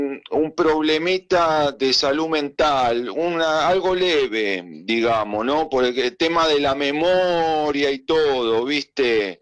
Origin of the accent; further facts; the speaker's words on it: Lanús, Buenos Aires Province, Argentina; porque yo tengo pensado mudarme a Lanús, porque yo viví y me crié en Lanús.